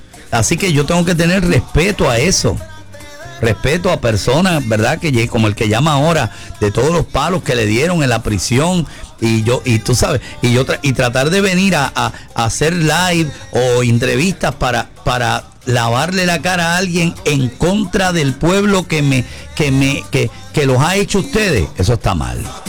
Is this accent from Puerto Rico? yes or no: yes; Puerto Rico; now in Florida, United States; yo soy puertorriqueño